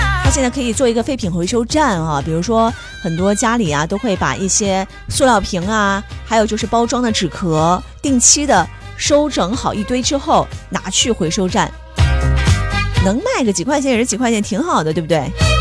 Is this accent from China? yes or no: yes; Guiyang, Guizhou, China; 反正以前我小的时候在家里那边，因为我们家是贵阳，特别爱吃这种豆腐脑